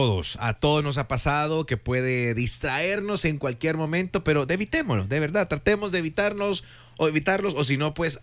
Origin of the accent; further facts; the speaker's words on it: Santa Ana, El Salvador; moved away; yo vengo de Santa Ana y a veces estando allá